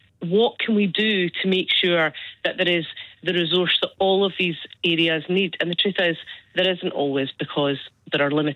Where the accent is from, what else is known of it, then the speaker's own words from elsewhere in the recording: Livingston, Scotland, United Kingdom; as somebody that's born and bred in Livingston